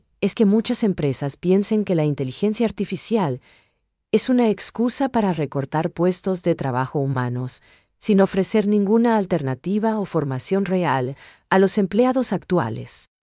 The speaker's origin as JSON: {"language": "Spanish", "country": "Paraguay", "said": "vamos a terminar perdiendo lo que nos hace únicos como paraguayos en el mercado."}